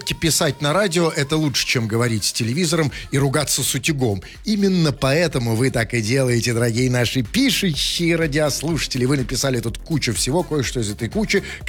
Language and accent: Russian; Moscow, Russia; Я сам из Москвы.